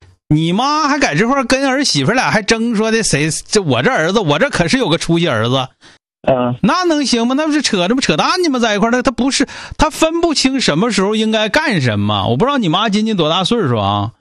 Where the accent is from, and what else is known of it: Northeast China, China